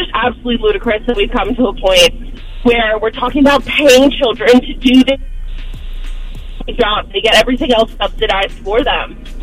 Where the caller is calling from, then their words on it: New Jersey, United States; I'm calling from New Jersey.